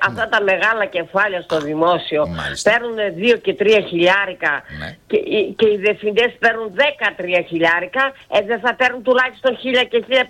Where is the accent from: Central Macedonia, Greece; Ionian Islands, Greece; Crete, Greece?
Central Macedonia, Greece; Achladochori; Καλημέρα, Πατριώτη. … είμαι από τα Αχλαδοχώρη Σερών.